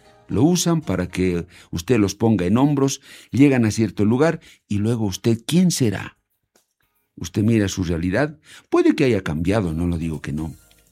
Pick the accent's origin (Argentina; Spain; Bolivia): Bolivia